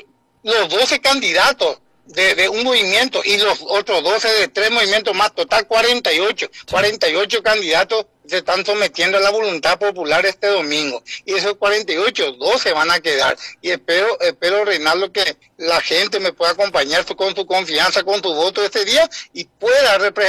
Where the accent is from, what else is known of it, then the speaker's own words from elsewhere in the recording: Carapeguá, Paraguarí, Paraguay; somos, antes que nada, pues, paraguayos, somos hijos de Dios, y antes que nada somos hermanos